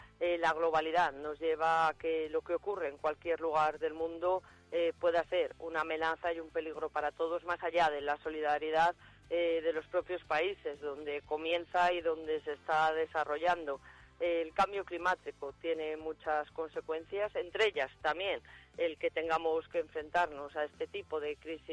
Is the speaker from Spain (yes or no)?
yes; Spain; creo que podemos estar muy orgullosos como españoles del país que somos